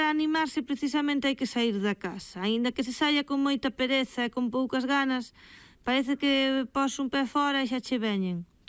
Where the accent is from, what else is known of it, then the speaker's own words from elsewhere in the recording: Cedeira, Galicia, Spain; Eu son de Cedeira, sí.